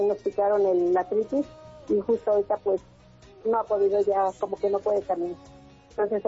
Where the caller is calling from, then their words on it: Mexico City, Mexico; De aquí, de Cuajimalpa.